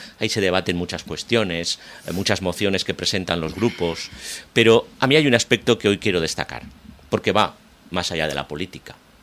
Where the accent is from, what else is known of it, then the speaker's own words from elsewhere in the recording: Zaragoza, Aragon, Spain; todos somos zaragozanos, aragoneses y españoles.